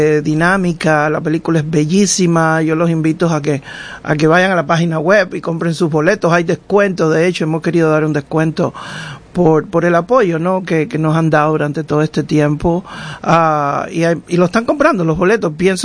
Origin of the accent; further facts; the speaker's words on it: Cuba; moved away as an adult; also born or lived in Mexico; now in Seattle, United States; Siendo cubano del Caribe